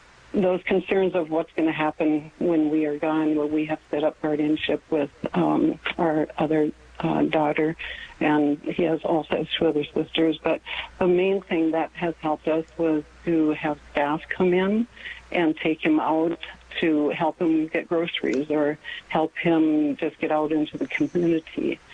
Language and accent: English; North Dakota, United States; I'm from North Dakota, and I wasn't able to.